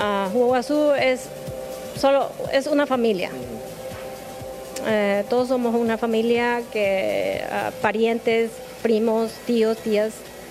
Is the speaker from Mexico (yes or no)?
no; Caraguatal, Paraguay; now in United States; Soy de Caraguatal.